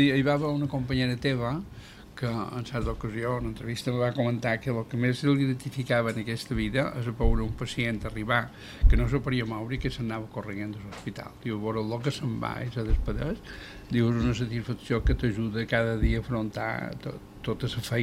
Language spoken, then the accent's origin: Catalan; Palma, Balearic Islands, Spain; jo som del Molinar. Vengues fent que de petit anava per Calagamba, per allà